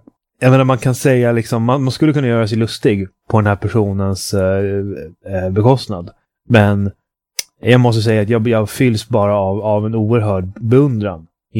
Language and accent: Swedish; Uppsala, Uppsala County, Sweden; som jag kommer från Uppsala.